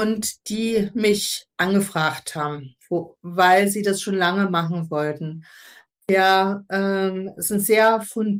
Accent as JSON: {"language": "German", "town": "Dresden", "region": "Saxony", "country": "Germany"}